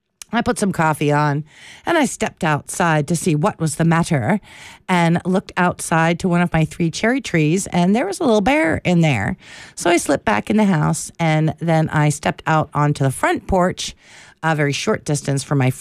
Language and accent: English; Cheltenham Township, Pennsylvania, United States; now in Haines, United States; growing up in Cheltenham Township.